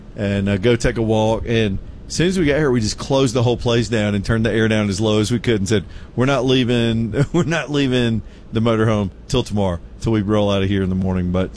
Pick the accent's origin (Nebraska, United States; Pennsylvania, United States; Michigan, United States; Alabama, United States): Alabama, United States; And we come from Alabama's a pretty poor state, but it's different out here.